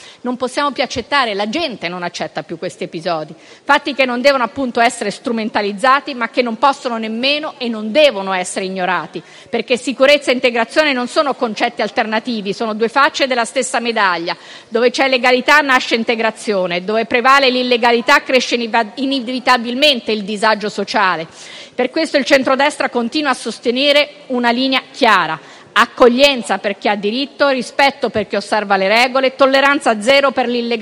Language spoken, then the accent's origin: Italian; Trentino-Alto Adige, Italy; nella mia terra, in Trentino Alto Adige